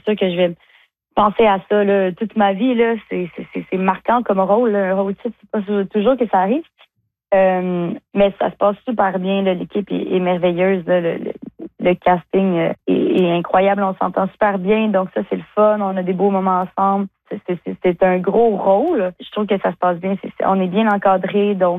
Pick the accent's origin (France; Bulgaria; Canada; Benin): Canada; Acadia; C'est une grande fierté, hein, parce que moi, je suis acadienne.